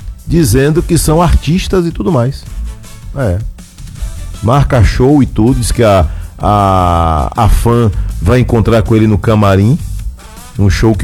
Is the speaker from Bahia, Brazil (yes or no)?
yes; Salvador, Bahia, Brazil; Minha infância foi lá, rapaz, no Parque São Bartolomeu.